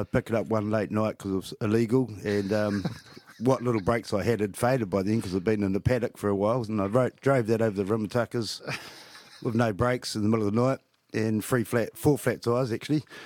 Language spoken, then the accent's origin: English; Paraparaumu, Wellington, New Zealand; So when I was a kid, I grew up in Parramatta, but we whakapapa back to Rakiura, Stewart Island, Ngāti Māmoe.